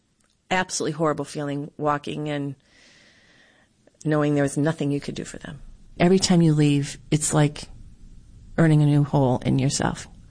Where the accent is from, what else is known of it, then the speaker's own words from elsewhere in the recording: United States; 40 American teenagers look so American.